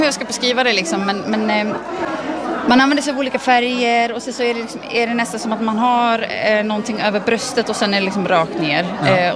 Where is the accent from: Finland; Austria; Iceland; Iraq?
Iceland; moved away; Jag kommer från Island där det finns en viss stickkultur.